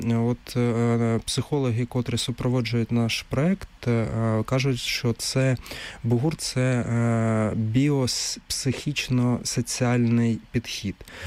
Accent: Kharkiv, Kharkiv Oblast, Ukraine; в Харкові, це моє рідне місто

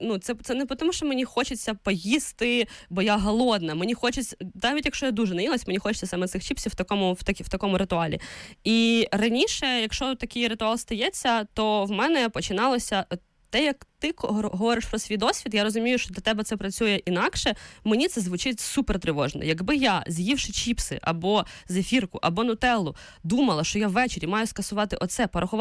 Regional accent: Vinnytsia Oblast, Ukraine; Це у нас на Вінниччині, так кажуть.

